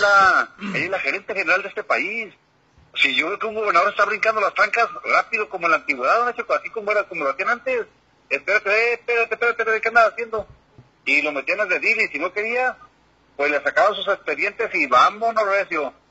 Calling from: Mexico

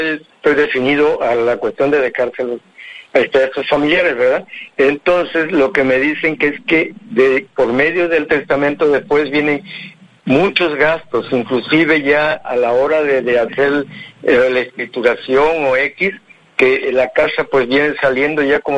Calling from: Veracruz, Mexico; De aquí de Veracruz. De aquí del centro, de la colonia Centro.

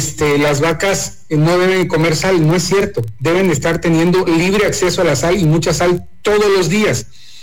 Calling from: Jalapa, Tabasco, Mexico; Pues lo ves un jalapaneco. Quiero mucho mi tierra.

